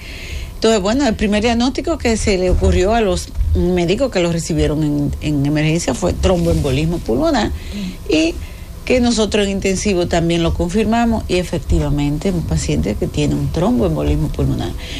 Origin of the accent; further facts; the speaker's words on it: Dominican Republic; Digo, no, porque nosotros en mi país no lo usamos hace ya un tiempo. Y entonces él me dice, ¿de dónde es usted? Digo yo, de Dominican Republic, República Dominicana.